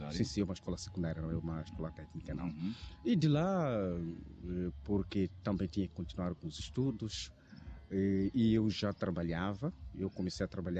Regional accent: Caia, Sofala, Mozambique; 100% natural de Caia, sou filho de casa.

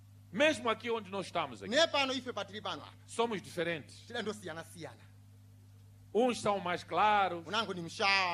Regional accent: Mozambique

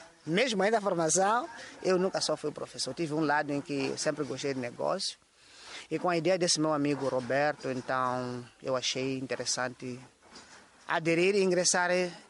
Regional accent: Inhambane, Mozambique; born there; also born or lived in Homoíne / Maxixe; Eu nasci aqui em Umuine, no tempo da guerra, na verdade. No ano de 84, passamos a viver em Bembe. E aí ficamos crescendo.

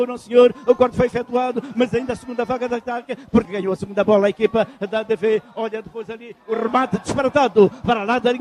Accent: Inhambane, Mozambique; Menino que é da minha terra, menino que não pode fazer isso, porque eu até sou manhambando de gema.

